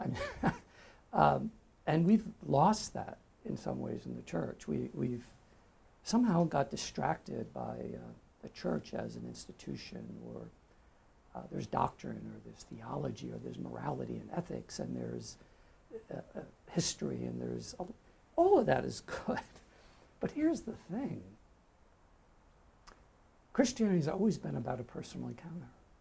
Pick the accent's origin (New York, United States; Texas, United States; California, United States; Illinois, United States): New York, United States; So I'm from New York, Long Island.